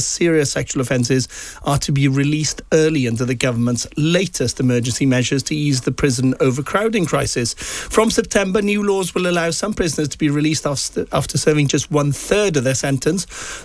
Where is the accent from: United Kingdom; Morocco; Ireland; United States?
United Kingdom; Wales; I'm not English. I'm Welsh.